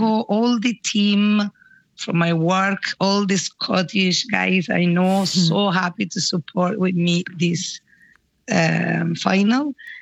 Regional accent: Argentina; born there; English is a second language; moved away; in South America, I grew up with football.

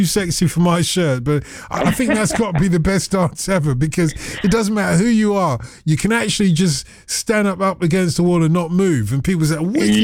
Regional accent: London, United Kingdom; a black guy growing up on Broadwater Farm in London, being a teddy boy

